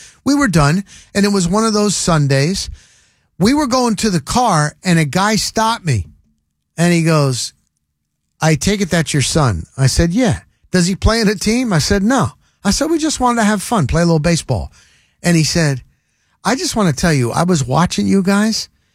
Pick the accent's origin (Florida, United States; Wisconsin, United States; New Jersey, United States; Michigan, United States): New Jersey, United States; Believe it or not, even though I'm originally from Jersey, I had never been to Long Beach Island.